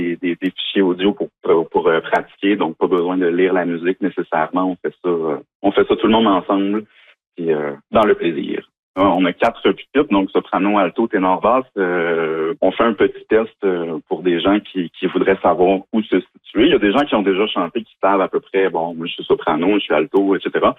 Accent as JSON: {"language": "French", "region": "Quebec", "country": "Canada", "said": "Moi, je viens de la région de Montréal. J'ai commencé avec les … tout petit."}